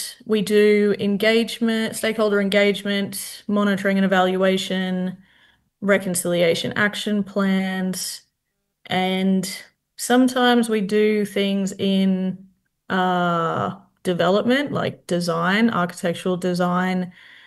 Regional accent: Western Australia, Australia; born there; also born or lived in Fitzroy River; now in Noongar country, Australia; I grew up in the Kimberley in lots of little towns and remote communities that really shaped how I saw the world. I was lucky enough to grow up on the Mardawarra, you know, Fitzroy River for a bit

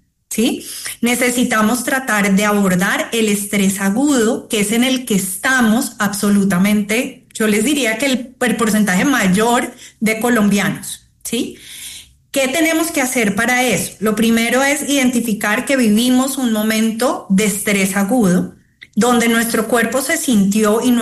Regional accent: Cali, Valle del Cauca, Colombia; Por ejemplo, he escuchado en Cali, yo soy de Cali y de verdad, de corazón, la caída de colegios, los entornos, las empresas que no están funcionando.

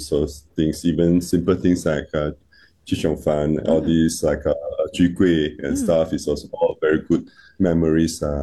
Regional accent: Singapore; our old place where I grew up itself was in Henderson.

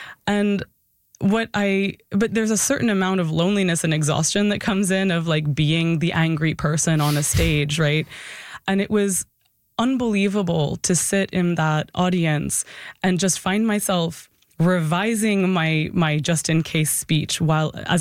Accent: Canada; I'm Canadian

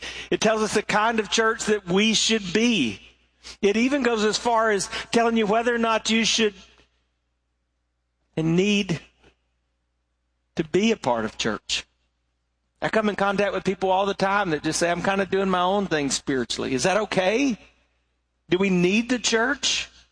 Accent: the South, United States; I grew up in the South, so everybody said, I want to hear a message from Revelations.

